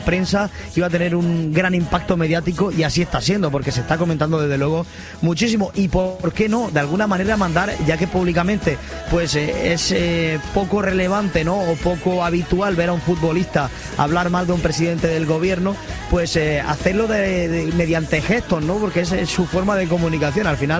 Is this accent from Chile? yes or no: no; Spain